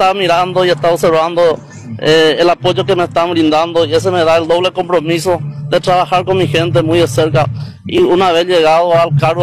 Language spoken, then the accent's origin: Spanish; Pacheco, Paraguarí, Paraguay; Yo soy oriundo de Pacheco.